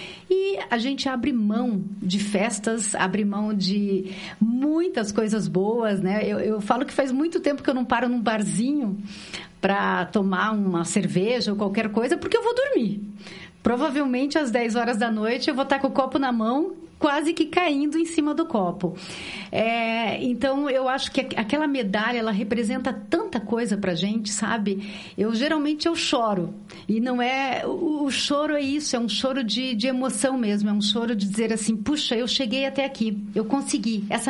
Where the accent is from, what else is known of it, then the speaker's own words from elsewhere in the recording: Brazil; eu sou brasileira